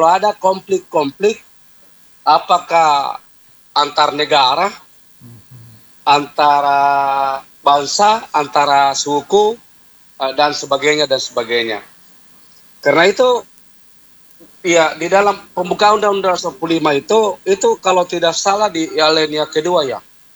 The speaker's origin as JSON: {"language": "Indonesian", "country": "Indonesia", "said": "Ya, bahwa kami dari Indonesia tidak setuju, tidak sepakat, tidak mau kalau ada konflik antara bangsa."}